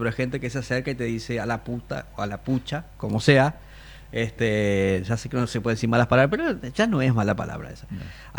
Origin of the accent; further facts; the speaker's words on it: Uruguay; Hace demasiados años que soy uruguayo